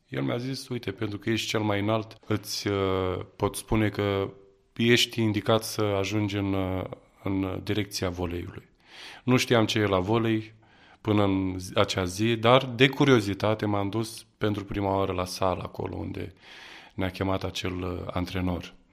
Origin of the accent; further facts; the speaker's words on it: Galați, Galați County, Romania; sunt din Galați, sunt născut în Galați. Am crescut într-o familie, să spunem între ghilimele, ortodoxă, dar nepracticanți.